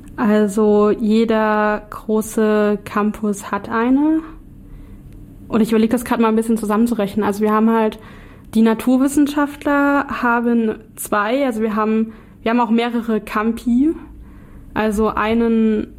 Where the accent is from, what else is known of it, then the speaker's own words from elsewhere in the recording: Erfurt, Thuringia, Germany; Also ich bin zwar in Erfurt groß geworden